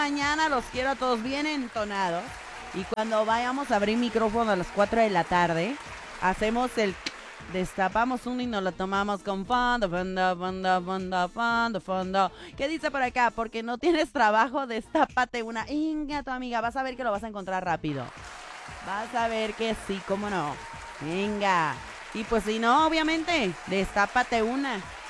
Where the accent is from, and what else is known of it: Mexico